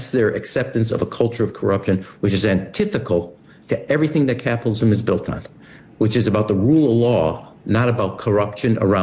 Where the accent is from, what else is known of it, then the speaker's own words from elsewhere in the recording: Chicago, Illinois, United States; And I'm from Chicago. I know everything there you need to know around corruption